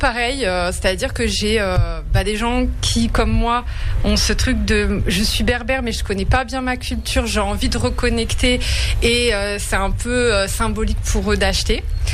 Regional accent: France; j'ai grandi en France, mais mes parents, en fait, ils ne m'ont pas beaucoup transmis ni la langue, que ce soit l'arabe et que ce soit le berbère.

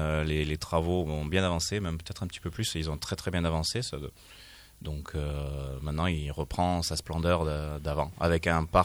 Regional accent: Bordeaux, Nouvelle-Aquitaine, France; moved away; moi de Bordeaux.

